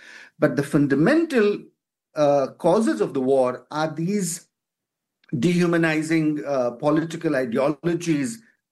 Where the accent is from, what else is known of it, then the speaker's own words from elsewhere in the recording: India; As an Indian